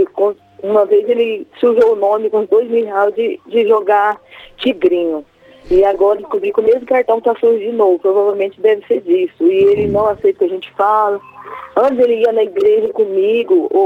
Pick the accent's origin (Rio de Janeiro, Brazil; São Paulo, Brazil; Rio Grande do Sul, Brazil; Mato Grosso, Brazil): Mato Grosso, Brazil; Sinop; Eu sou de Sinop, Mato Grosso.